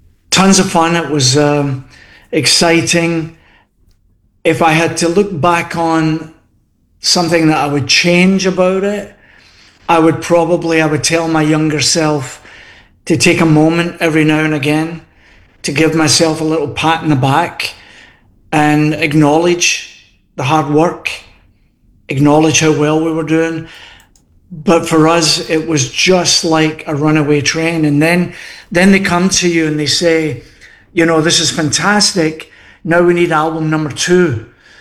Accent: Scotland, United Kingdom; So, being Scottish, and I know that Sam's off the Irish, he's Irish background. I love coming to Newfoundland because it's got a wee touch of the old country, for sure.

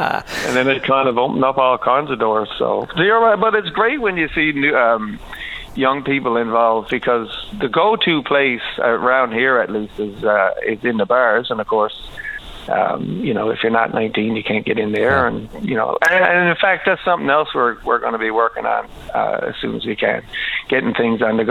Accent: Mount Pearl, Newfoundland and Labrador, Canada; because I grew up in Mount Pearl, I just assumed, because I wasn't in town when the folk festival was on the go here. I used to spend my summers out in Terra Nova.

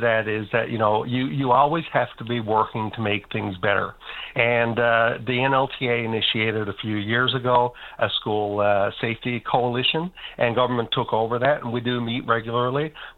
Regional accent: Canada; you can't almost say Tumblr Ridge without getting emotional as a teacher or as a Canadian citizen.

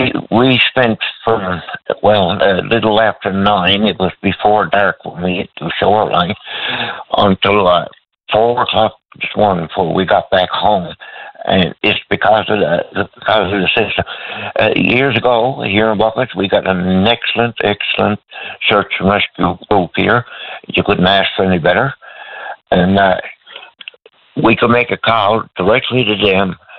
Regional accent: Newfoundland and Labrador, Canada; I would have got help a lot quicker than I actually got as a Newfoundlander. What are we, you know, as a Canadian?

